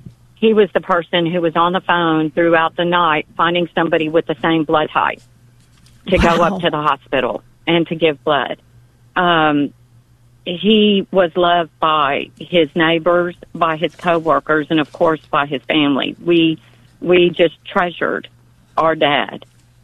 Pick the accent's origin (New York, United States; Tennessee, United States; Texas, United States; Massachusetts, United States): Texas, United States; Seeley; I'm actually from Seeley, Texas, which is about 20 miles east of Columbus.